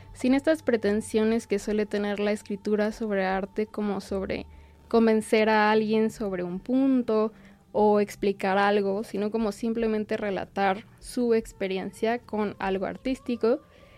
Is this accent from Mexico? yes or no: yes; Guadalajara, Jalisco, Mexico; Soy de Guadalajara, me mudé acá hace un rato